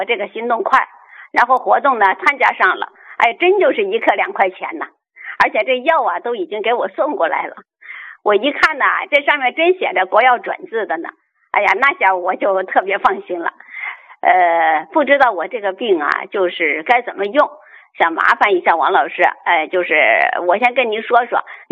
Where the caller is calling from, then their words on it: Fuyang, Anhui, China; 我呀是安徽阜阳的，我这年纪倒不是特别大，今年呢53了